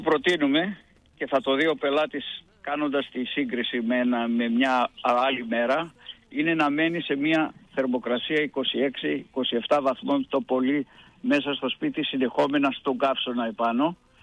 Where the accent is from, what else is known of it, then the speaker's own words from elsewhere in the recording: Greece; είμαστε Έλληνες.